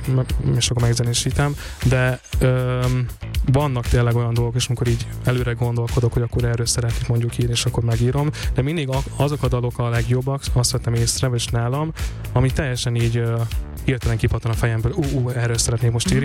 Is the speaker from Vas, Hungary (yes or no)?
no; Békés, Hungary; now in Budapest, Hungary; hogyha hazautazok a szüleimhez vidékre, ugye a Békés megyéből származom